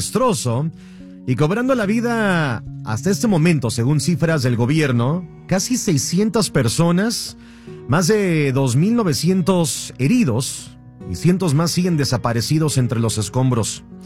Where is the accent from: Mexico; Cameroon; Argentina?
Mexico; para el caso de nosotros como mexicanos